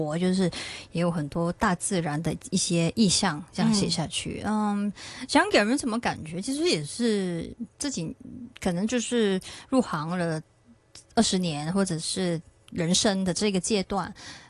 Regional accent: Singapore; 我童年不在香港长大，就是在新加坡

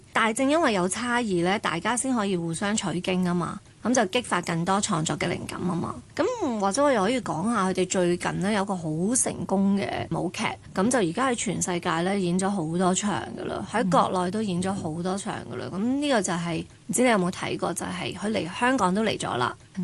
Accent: China; 咁其實我哋係中國人嘅藝術工作者啦，其實我哋都有責任將傳統文化元素透過舞蹈去傳承同埋推廣出去咯。

